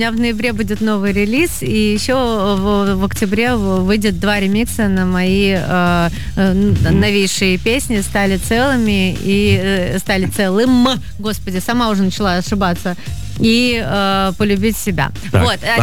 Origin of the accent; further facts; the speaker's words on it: Moscow, Russia; А жить в центре мне совершенно не нравится. Я как москвичка хочу уехать из него.